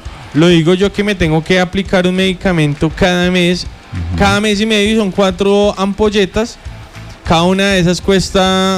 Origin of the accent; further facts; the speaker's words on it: Colombia; Con lo que está pasando en el país, apoyemos como colombianos, cualquier cosa es ayuda.